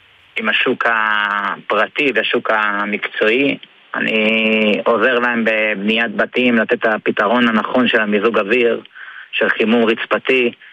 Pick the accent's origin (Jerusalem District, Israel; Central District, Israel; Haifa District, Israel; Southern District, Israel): Jerusalem District, Israel; Jerusalem